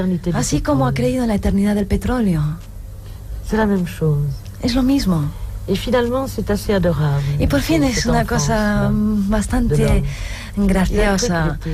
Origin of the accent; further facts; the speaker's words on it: Vietnam; Spanish is a second language; moved away as an adult; now in France; Yo llegué a Francia a los 18 años. Hablé vietnamita tan bien como el francés durante toda mi infancia. A los 18 años me dijeron que tenía que ir a Francia y que yo era francesa. Y desde entonces ya no volví nunca allí.